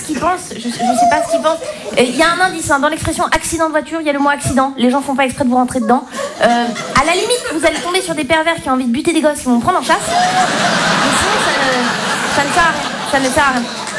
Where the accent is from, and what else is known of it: Romandy, Switzerland